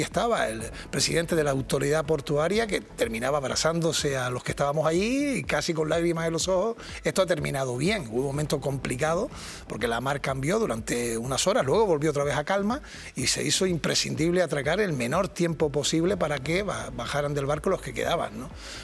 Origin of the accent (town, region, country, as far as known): Canary Islands, Spain